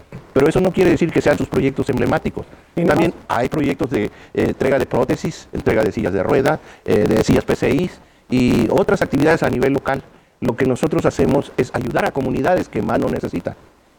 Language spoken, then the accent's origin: Spanish; Chiapa de Corzo, Chiapas, Mexico; en mi club, que es el Chiapa de Corzo, de donde yo vengo.